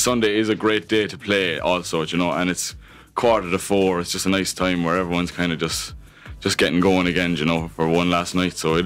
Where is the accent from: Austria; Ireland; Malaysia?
Ireland; Cobh, Munster; The album is all kind of about my hometown of Cove